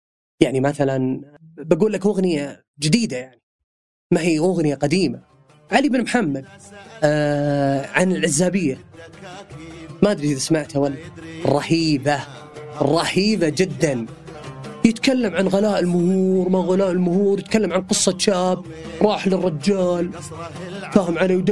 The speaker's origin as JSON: {"language": "Arabic", "country": "Saudi Arabia", "said": "عندنا في السعودية"}